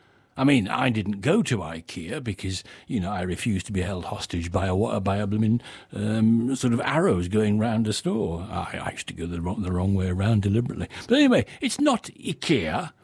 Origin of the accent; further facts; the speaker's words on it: England, United Kingdom; I'm English. I'm British. I speak English. I don't speak Korean. I speak English.